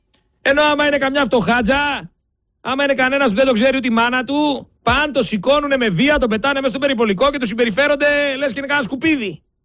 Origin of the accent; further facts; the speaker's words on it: Greece; εμένα που είμαι Έλληνας πολίτης